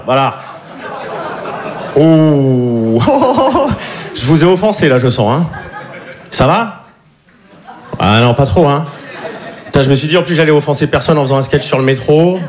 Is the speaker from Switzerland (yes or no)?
yes; Switzerland; Parce que je suis suisse, sauf que moi, j'ai du pouvoir d'achat.